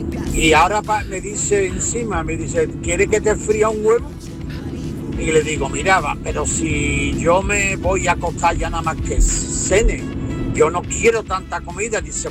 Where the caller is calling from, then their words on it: Seville, Andalusia, Spain; de Sevilla.